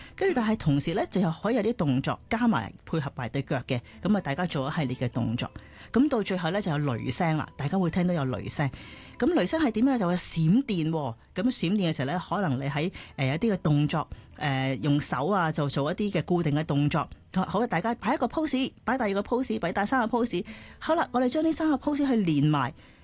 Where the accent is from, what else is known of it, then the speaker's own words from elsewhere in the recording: Hong Kong; 其实我好想举手话俾佢知，我喺香港嚟噶